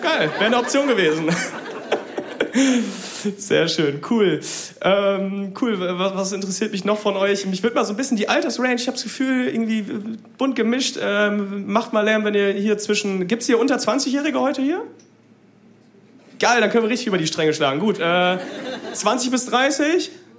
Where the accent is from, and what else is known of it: Münster, North Rhine-Westphalia, Germany; born or raised there; now in Bielefeld, Germany